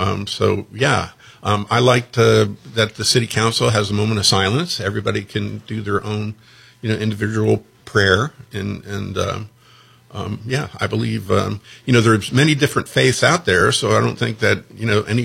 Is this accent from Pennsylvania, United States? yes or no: no; Fort Lauderdale, Florida, United States; Growing up in Fort Lauderdale, when I first moved there in the early mid '60s, you know, it was farmland and cow pastures, open spaces.